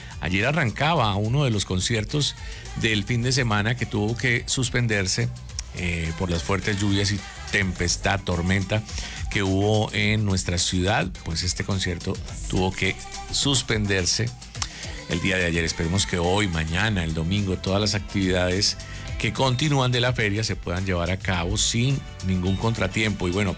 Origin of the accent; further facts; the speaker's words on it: Colombia; la invitación para que todos los bumangueses y como buenos colombianos nos unamos más fuertes que nunca.